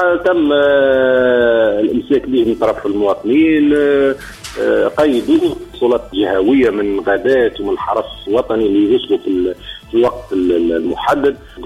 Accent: Tunisia

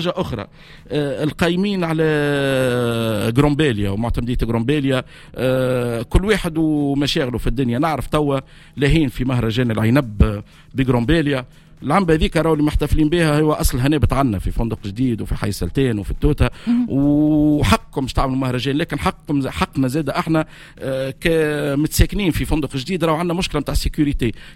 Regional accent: Tunisia

